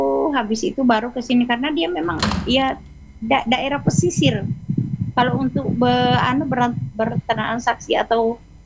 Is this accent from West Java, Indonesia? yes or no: no; Sidrap, South Sulawesi, Indonesia; now in Samarinda, Indonesia; kalau aku kampungku itu di Sidrap. Dia bagian ke arah ini apa itu nah? Ke arah Sopeng, Bone, Sengkang.